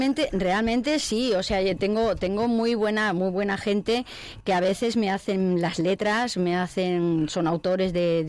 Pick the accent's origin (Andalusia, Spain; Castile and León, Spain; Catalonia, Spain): Andalusia, Spain; Córdoba; Soy cordobesa, sí, sí.